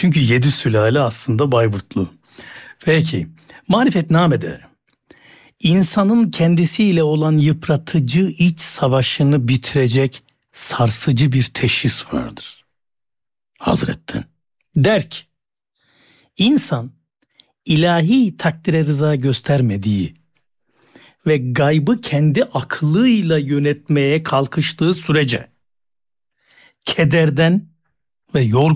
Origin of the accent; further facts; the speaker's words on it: Ankara, Turkey; Ben doğma büyüme Ankaralıyım ama aslım Mayam, evdeki büyüme şekli, yeme içme vesaire hep Bayburt, Erzurum.